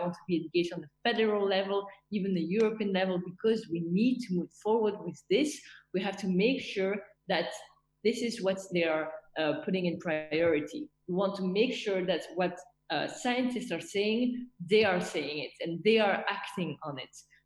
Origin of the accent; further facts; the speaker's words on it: Belgium; also born or lived in Vietnam; I'm from Belgium. I've almost lived all my life here. I also lived 5 years in Vietnam